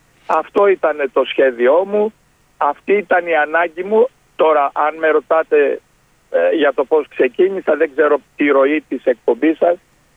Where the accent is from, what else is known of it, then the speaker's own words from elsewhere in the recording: Elaiochori, East Macedonia and Thrace, Greece; Εγώ είμαι από το Ελαιοχώρι, αλλά έψαχνα να βρω έναν χώρο να στεγάσω